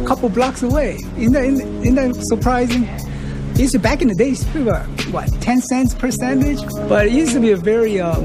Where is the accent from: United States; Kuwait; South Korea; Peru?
South Korea; moved away; We're from Korea, I'm kind of like in a culture where, you know, family's first concept.